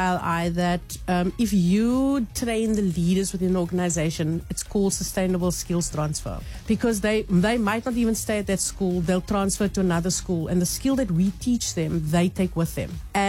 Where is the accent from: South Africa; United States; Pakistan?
South Africa; Athlone, Western Cape; I grew up in Athlone, Garlandale. My father died when I was six. And my mom and I and my brother were forced to move in with my grandparents and my grandmother into a one bedroom in Athlone. So that's where I grew up.